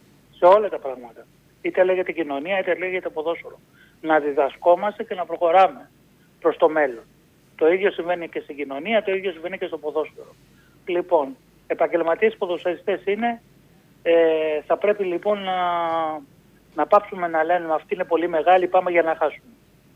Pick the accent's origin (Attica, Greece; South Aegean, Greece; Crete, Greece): Attica, Greece; Aigaleo; born there; Εγώ γεννήθηκα στο Εγάλαιο, εντάξει.